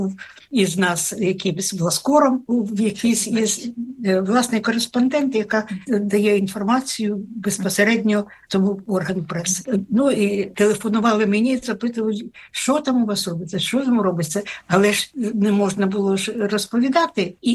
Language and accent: Ukrainian; Chornobyl, Kyiv Oblast, Ukraine; А я стою, кажу, ну, не добре, то я з Чорнобиля, ось зараз. Я що, чорна?